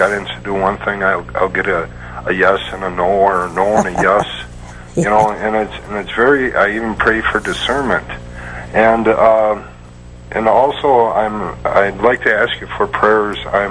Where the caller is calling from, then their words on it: Wisconsin, United States; Wisconsin.